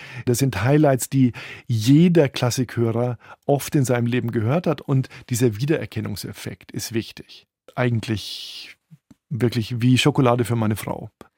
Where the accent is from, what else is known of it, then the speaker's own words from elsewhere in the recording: Southern Germany, Germany; Ich bin ja aus dem Süden Deutschlands